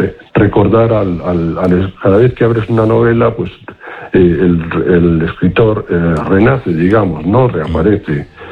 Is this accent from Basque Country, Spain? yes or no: yes; Basque Country, Spain; Yo soy vasco